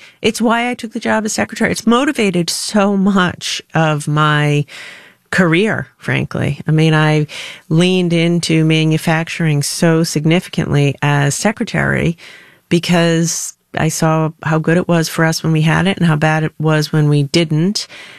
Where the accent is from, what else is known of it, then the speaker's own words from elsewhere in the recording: Rhode Island, United States; I'm from Rhode Island. That's a core thing about who I am. youngest of three kids, working class Italian-American family. My grandpa was an immigrant from Italy, lived in the house with us.